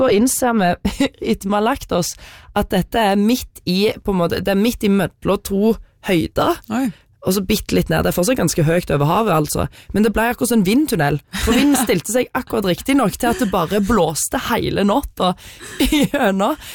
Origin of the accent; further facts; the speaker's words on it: Gjesdal, Rogaland, Norway; men Ramstorknuten i Gjesdal kommune, der jeg er fra, det er ganske høyt